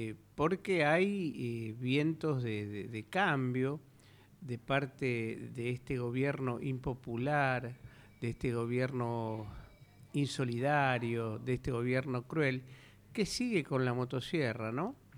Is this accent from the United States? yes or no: no; Argentina; somos bien argentinos, bien peronistas, tenemos años de militancia